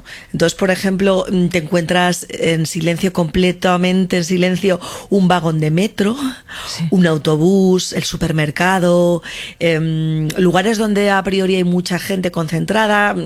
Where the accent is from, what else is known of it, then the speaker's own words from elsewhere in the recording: Spain; Yo tengo la nacionalidad alemana también ya. Y en cierto modo me siento alemana, pero la parte española pues tira muchísimo.